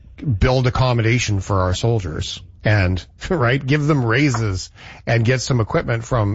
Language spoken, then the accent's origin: English; Canada